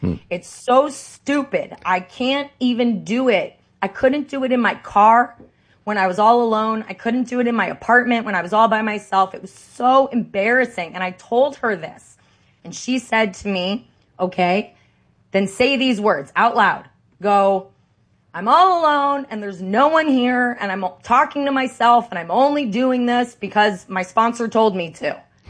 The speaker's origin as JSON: {"language": "English", "town": "Santa Monica", "region": "California", "country": "United States", "tie": "born or raised there", "said": "I went back to the same synagogue where I grew up in Santa Monica."}